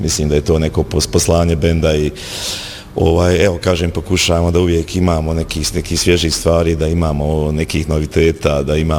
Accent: Bosnia & Herzegovina; imate toga narađenog, ono, to je kod nas u Bosni često ta sintagma.

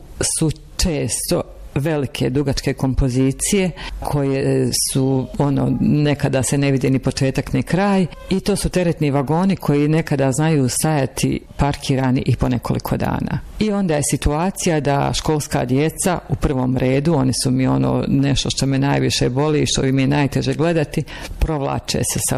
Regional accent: Konjic, Federation of Bosnia and Herzegovina, Bosnia & Herzegovina; moved away; Rođena sam u Konjicu i dugo vremena sam živjela u Konjicu. U ratnim godinama sam odselila, ali vrlo rado se vraćam i puno vremena provodim u Konjicu.

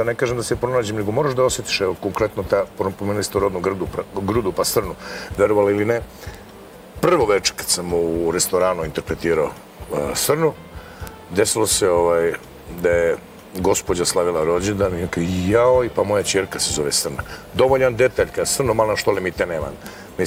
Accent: Zubin Potok, Mitrovica District, Kosovo; Rekao sam da sam rodom iz Zubinog Potoka, nisam raseljen u lice, nisam izbjeglica, roditelji mi još uvijek žive dole.

